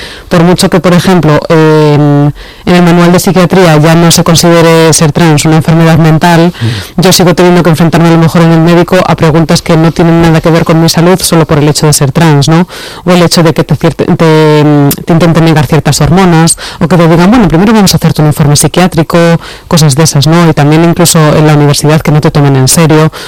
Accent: Madrid, Community of Madrid, Spain; yo soy de Madrid, allí las cosas estaban atascadísimas

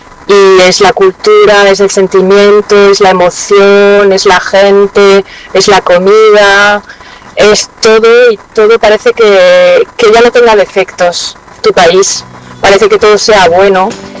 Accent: Spain; now in France; si yo me fui de España hace 14 años a Francia, temporalmente en principio, pero he acabado casada con un francés aquí.

